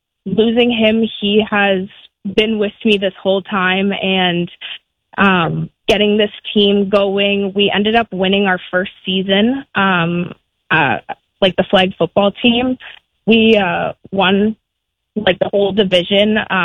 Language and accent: English; Ottawa, Ontario, Canada; I started off very young. I grew up in Orleans.